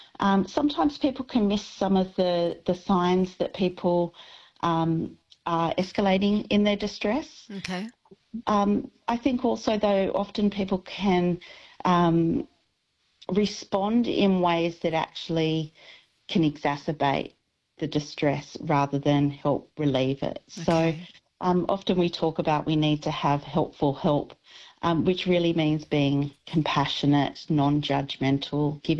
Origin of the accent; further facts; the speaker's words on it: Australia; as our Australian society, we need to, you know, let our politicians know that there's things that we would like them to be doing